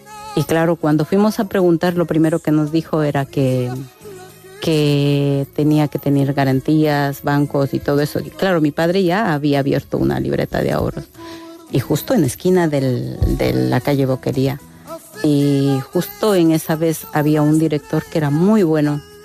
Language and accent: Spanish; Otavalo, Imbabura, Ecuador; Spanish is a second language; Quichua. Sí, es, nosotros en, digamos, en la zona de Imbabura, todo, hablamos el Quichua.